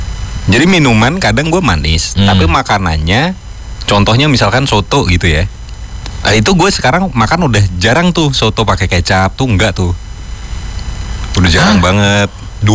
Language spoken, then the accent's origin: Indonesian; Indonesia; Kita tuh orang Indo